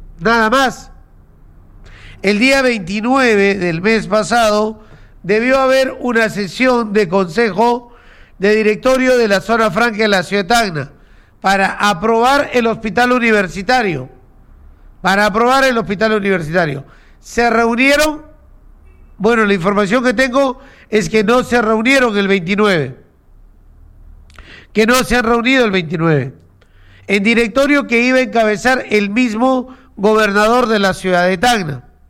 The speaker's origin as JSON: {"language": "Spanish", "country": "China", "said": "Total, soy chino y como chino paciencia tengo."}